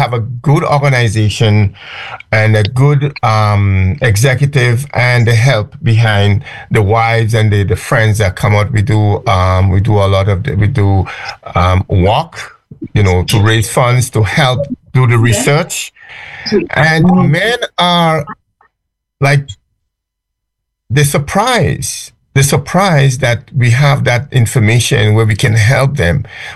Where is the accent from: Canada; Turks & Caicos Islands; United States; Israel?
Canada; I would not give up the fight because I think I have an obligation as a Canadian to get educated.